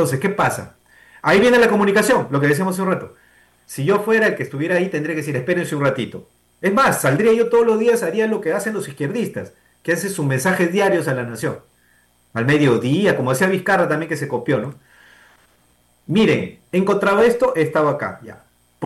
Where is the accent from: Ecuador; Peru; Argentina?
Peru; Cada uno como peruano responsable.